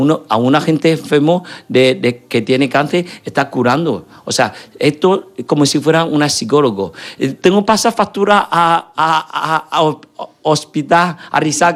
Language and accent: Spanish; Murcia, Region of Murcia, Spain; Porque somos de Murcia, zona Levante, zona Sur, estamos aquí caluroso porque somos gente pasión y alegría.